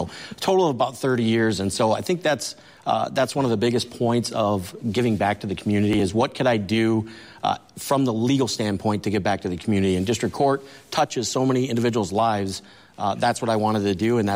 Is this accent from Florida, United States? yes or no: no; Michigan, United States; So I grew up right here in Marquette County. Basically born and raised